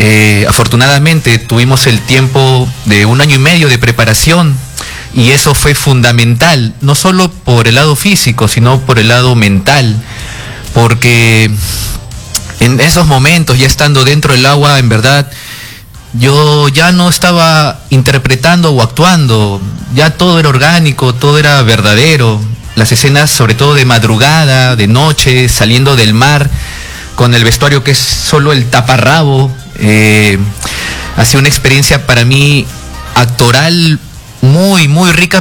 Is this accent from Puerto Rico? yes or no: no; Peru